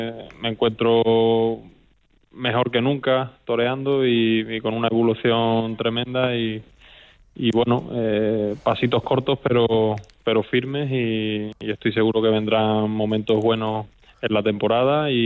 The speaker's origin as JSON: {"language": "Spanish", "region": "Extremadura", "country": "Spain", "said": "pues desde su origen está aquí en mi tierra, en Extremadura"}